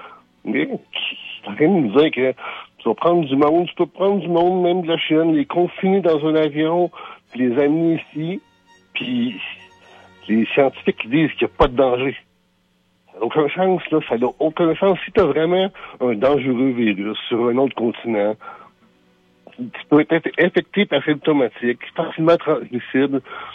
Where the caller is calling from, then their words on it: Montreal, Quebec, Canada; J'appelle de Montréal, puis à Montréal, on dit hein, « quel but? »